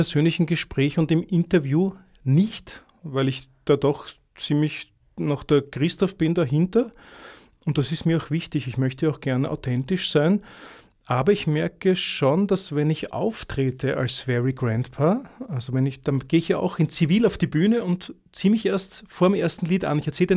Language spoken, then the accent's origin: German; Vienna, Austria; dadurch, dass ich in Wien aufgewachsen bin, im Wienerischen ein bisschen